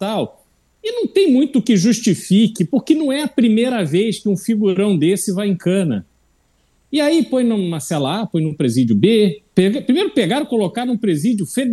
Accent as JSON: {"language": "Portuguese", "country": "Brazil", "said": "eu como brasileiro"}